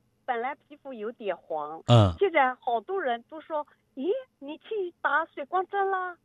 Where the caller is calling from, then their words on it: Changshu, Jiangsu, China; 我是苏州常熟。